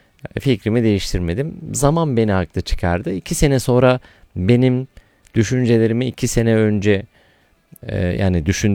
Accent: Tuzluca, Iğdır, Turkey; moved away; Ben de tabii bir doğuluyum. Birçoğunuz biliyorsunuz, Iğdırlıyım. Hatta orada doğdum. İlkokulu da orada okudum. Buradan da ilime, şehrime, Iğdır'ın Tuzluca ilçesine doğdum, büyüdüm.

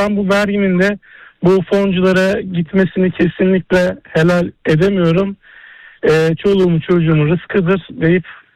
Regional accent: Trabzon, Turkey; Ben de Trabzonluyum. Ben de üzgünüm hemşerimin böyle şeylerde olması

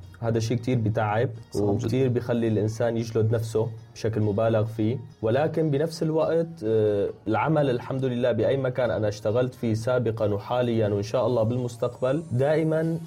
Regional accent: Syria; now in Turkey

